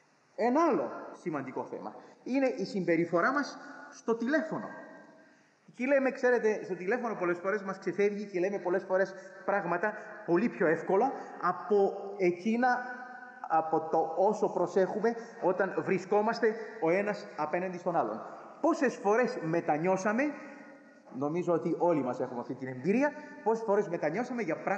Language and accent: Greek; Greece